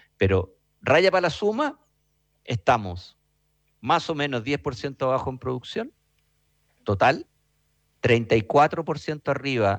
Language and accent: Spanish; Chile; nosotros como chilenos